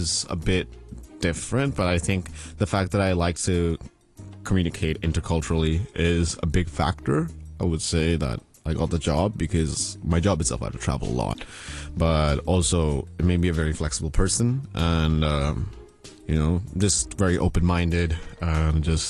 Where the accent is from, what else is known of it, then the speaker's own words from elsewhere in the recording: Mumbai, Maharashtra, India; now in Hong Kong; I think for me, because I grew up in Mumbai as well, which is also a very fast-paced city. That kind of made me ready for that.